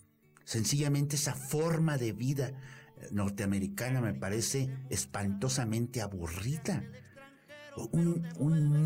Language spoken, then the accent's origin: Spanish; Mexico; nosotros venimos de una generación en que todavía se preocupaba por ser mexicanos y nos sentíamos orgullosos de ser mexicanos